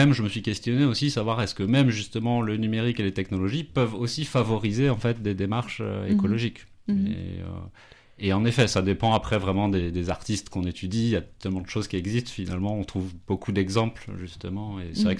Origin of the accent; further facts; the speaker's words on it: Occitanie, France; Dans l'Hérault, en pleine cambrousse, sur un terrain avec beaucoup de forêts, et c'est vrai que des parents aussi très écolos.